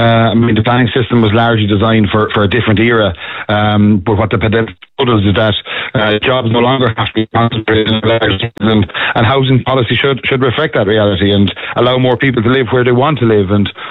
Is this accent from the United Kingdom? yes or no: no; Kilkenny, Leinster, Ireland; I'm from Kilkenny, Anton.